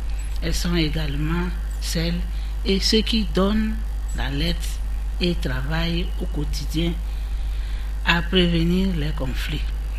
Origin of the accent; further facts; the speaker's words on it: Togo; dans notre pays.